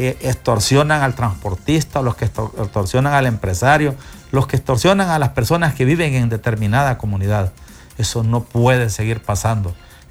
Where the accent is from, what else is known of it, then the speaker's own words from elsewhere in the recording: Honduras; Nosotros como sociedad, como hondureños